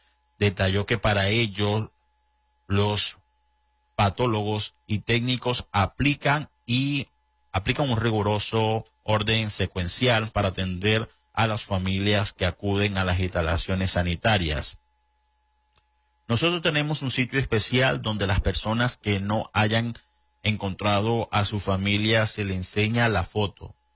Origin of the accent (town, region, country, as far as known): Venezuela